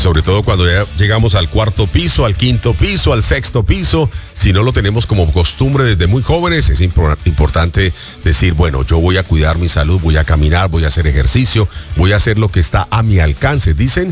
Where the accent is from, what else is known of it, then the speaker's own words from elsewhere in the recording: Colombia; now in Miami, United States; Yo recuerdo mi niñez, por ejemplo, mi adolescencia en Colombia